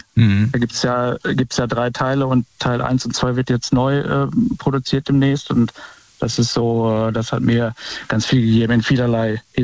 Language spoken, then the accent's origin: German; Bad Wünnenberg, North Rhine-Westphalia, Germany